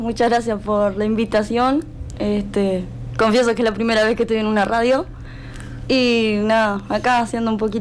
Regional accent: Tacuarembó, Uruguay; Barrio Las Flores.

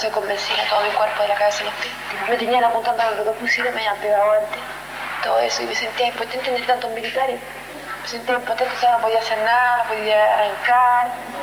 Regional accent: Chile

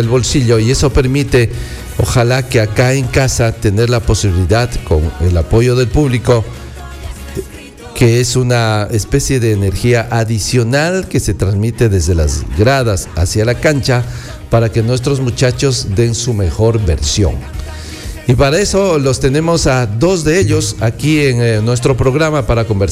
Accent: Ecuador; now in Amazon region, Ecuador; lo que somos los ecuatorianos

